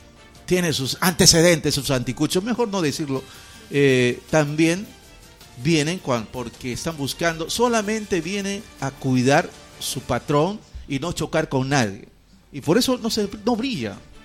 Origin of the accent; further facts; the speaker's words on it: Rioja, San Martín, Peru; born there; Sin embargo, tengo una partida de nacimiento en la ciudad de Rioja, pero nunca ni conozco gente en Rioja, eso es lo más, ¿no?